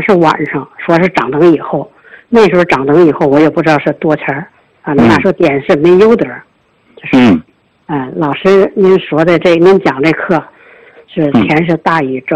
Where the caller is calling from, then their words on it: Beijing, China; 我是北京市平谷区一个学员。